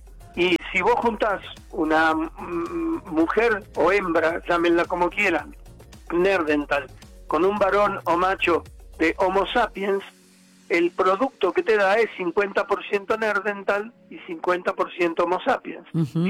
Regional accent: Argentina; me siento orgullosísimo de ser argentino. Soy más argentino que el mate y me hubiera encantado tener también sangre de pueblos originarios

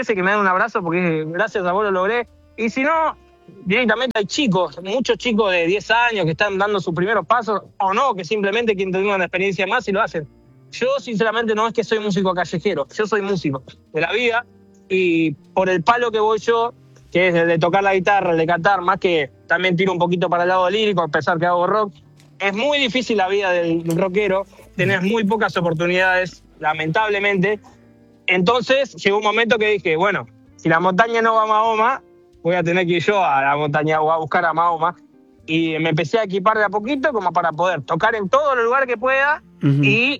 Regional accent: Argentina; moved away; somos muchos argentinos

